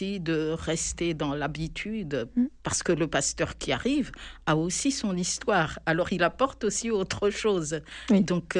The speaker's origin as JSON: {"language": "French", "country": "Madagascar", "also_born_or_lived": "Aix-en-Provence", "moved": "as an adult", "lives_now": "Grignan, France", "said": "je suis malgache, je viens de Madagascar. Et je suis venue, donc après mon bac, j'ai passé mon bac à Madagascar, à Antananarivo. Et je suis arrivée, en fait, ici à Aix-en-Provence, et pour faire des études de philosophie."}